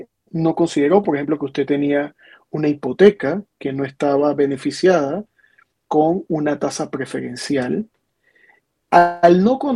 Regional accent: Panama

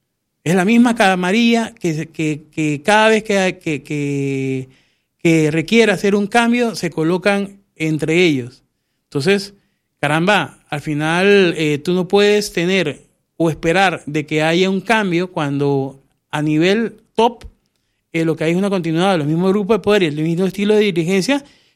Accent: Costa Rica; now in Panama; yo soy de Costa Rica.

